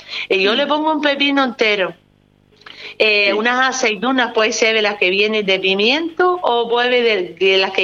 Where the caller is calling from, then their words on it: Gáldar, Canary Islands, Spain; Soy de Galda, por ejemplo, en Caidero de Galda